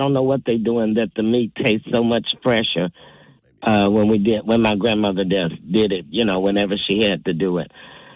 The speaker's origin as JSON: {"language": "English", "region": "Tennessee", "country": "United States", "said": "My grandparents and we're from Tennessee, so we stayed on, you know, quite a few acres of land."}